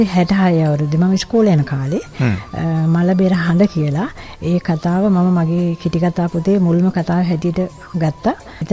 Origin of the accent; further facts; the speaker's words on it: Kandana, Western Province, Sri Lanka; born there; moved away as an adult; now in Anuradhapura, Sri Lanka; මං ඉපදුනේ ඇත්තටම මේ කොළඹ ආශ්‍රිතව කඳාන දකුණු බටගම කියන ගමේ.